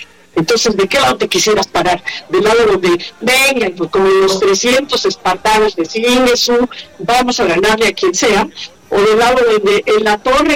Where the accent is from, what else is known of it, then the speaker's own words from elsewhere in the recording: Mexico; meter el ingrediente de México iba a aprender como somos los mexicanos.